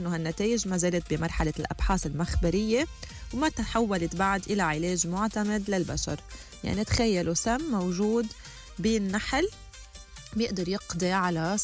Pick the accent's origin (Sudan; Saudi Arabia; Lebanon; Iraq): Lebanon; بعتقد نحنا كلبنانيين بحاجة لإجازة 6 شهور مرتين بالسنة.